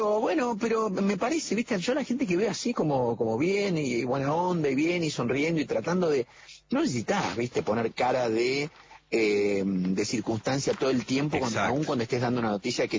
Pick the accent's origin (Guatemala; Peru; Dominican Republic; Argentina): Argentina; Córdoba; born there; En la ciudad de Córdoba.